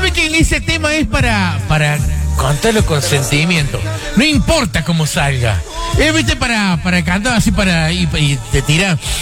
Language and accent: Spanish; Salta, Argentina; now in Firmat, Argentina; Escuchá, chachón, soy salteño, pero vivo en Firmata hace 22 años.